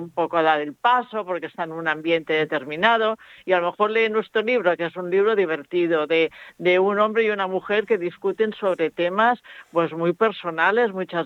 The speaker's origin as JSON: {"language": "Spanish", "region": "Catalonia", "country": "Spain", "said": "encima somos catalanes españoles"}